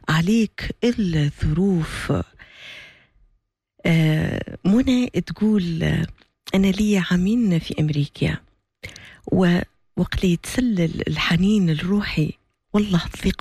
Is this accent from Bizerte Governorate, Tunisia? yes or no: no; Gafsa, Gafsa Governorate, Tunisia; moved away as an adult; يرجعني القفصة ويرجعني لربوع قفصة وللجنوب